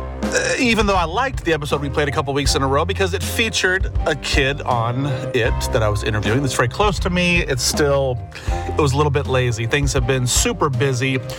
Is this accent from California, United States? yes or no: no; Chattanooga, Tennessee, United States; now in Savannah, United States; I'm only a three and a half years I've lived here. And I came from the South, about 6 hours north in Chattanooga, Tennessee.